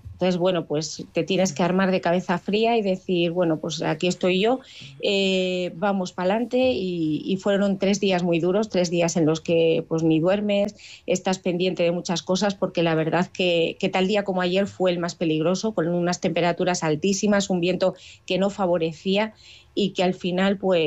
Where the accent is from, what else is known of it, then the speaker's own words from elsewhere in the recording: Villar de Plasencia, Extremadura, Spain; soy de Villar de Plasencia, evidentemente, pues tú desde tu infancia vives las fiestas